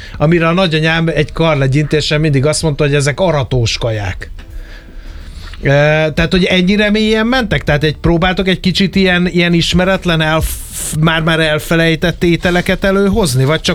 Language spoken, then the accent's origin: Hungarian; Hungary; az úgynevezett deep vidékről származom